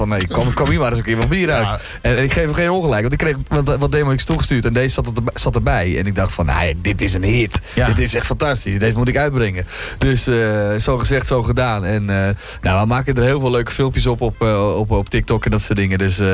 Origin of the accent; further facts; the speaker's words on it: Grootebroek, North Holland, Netherlands; ik stond vorig jaar in Grotebroek, daar heb ik op school gezeten. Dus dat is echt mijn omgeving waar ik opgegroeid ben.